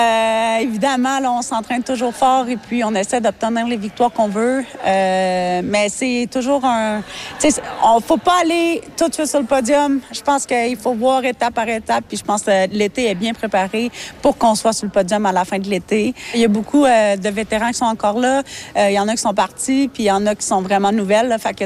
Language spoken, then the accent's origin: French; Quebec, Canada; moi, je viens du Québec